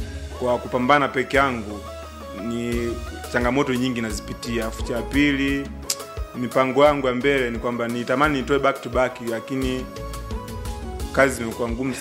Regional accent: Southern Highlands, Tanzania; Ni msanii ambao nimetokea Nyanda za Juu Kusini, kutoka pale kata Mgama, kijiji cha Landutwa.

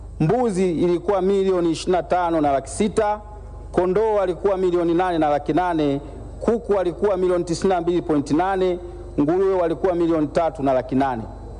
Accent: Uyui District, Tabora, Tanzania; mimi natokea wilaya ya Uyui ambayo humo humo linapatikana jimbo langu la Igalula mheshimiwa mwenyekiti, ambao mimi naishi pamoja na wananchi wangu wa jimbo la Igalula.

